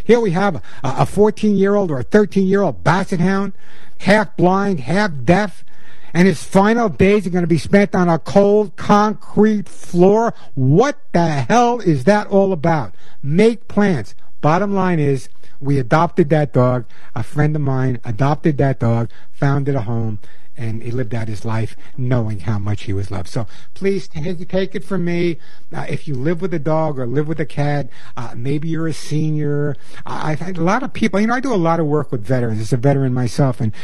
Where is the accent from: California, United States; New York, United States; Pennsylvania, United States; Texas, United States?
New York, United States; accent: New York; Hello, Queens, New York. Although I did lose my New York accent.